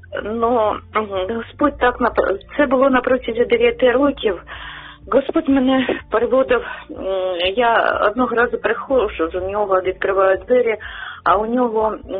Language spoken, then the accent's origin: Ukrainian; Kharkiv, Kharkiv Oblast, Ukraine; я з Харкова.